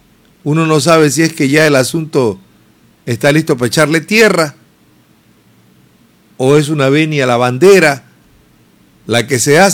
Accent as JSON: {"language": "Spanish", "country": "Ecuador"}